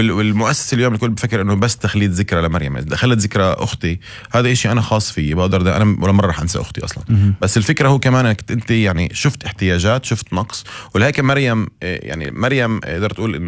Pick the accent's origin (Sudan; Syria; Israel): Israel; فاحنا كمجتمع فلسطيني في الداخل